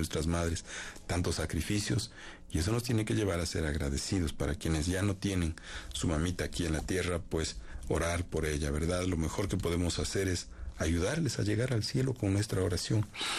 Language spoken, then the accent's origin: Spanish; Imbabura, Ecuador